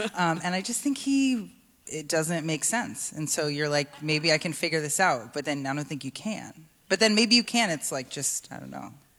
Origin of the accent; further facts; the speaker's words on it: Hartford, Connecticut, United States; also born or lived in Windsor, Connecticut; And I grew up in Hartford, Connecticut, and Windsor, Connecticut, technically.